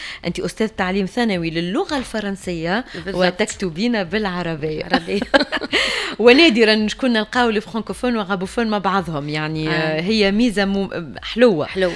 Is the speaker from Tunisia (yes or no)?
yes; Tunisia; احنا توينسا